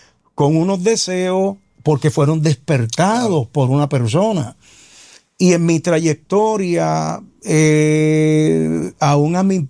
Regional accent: Bayamón, Puerto Rico; also born or lived in Carolina; Sí, soy natural de Santa Juanita, Bayamón. Y por la gracia del Señor, nací en un hogar cristiano, donde mis padres me enseñaron el temor a Dios desde pequeño. Y fui criado hasta los 14 años, aproximadamente en el barrio Santa Cruz, en Carolina.

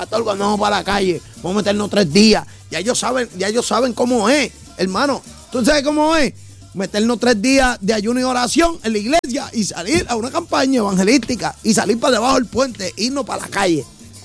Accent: Guayama, Puerto Rico; now in Naguabo, Puerto Rico; ¿Dónde está mi pueblo Guayama?

